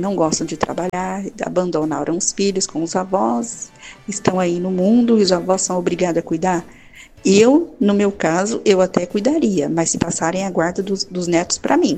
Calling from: São Paulo, Brazil; sou daqui do interior de São Paulo.

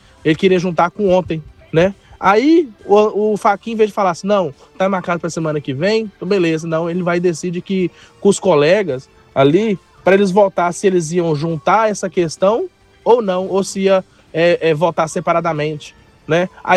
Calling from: Brazil; do bairro São Cristóvão.

